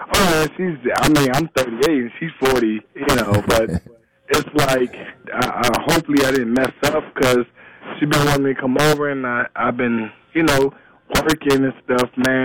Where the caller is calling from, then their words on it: Flint, Michigan, United States; I'm calling from Flint, Michigan